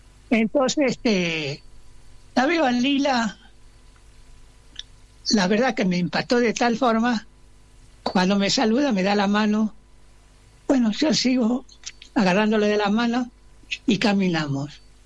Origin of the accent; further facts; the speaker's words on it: La Aurora, Santiago del Estero, Argentina; born there; moved away; Yo nací en la Aurora, provincia de Santiago del Estero.